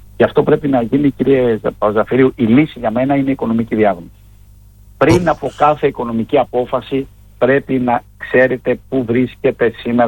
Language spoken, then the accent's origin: Greek; Greece; ως Έλληνες